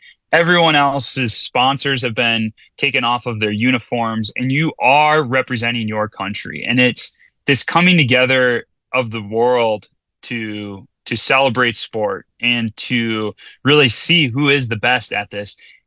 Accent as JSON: {"language": "English", "town": "Kimberly", "region": "Wisconsin", "country": "United States", "tie": "born or raised there", "said": "I grew up in Kimberly, Wisconsin, graduated from Kimberly High School in 2010."}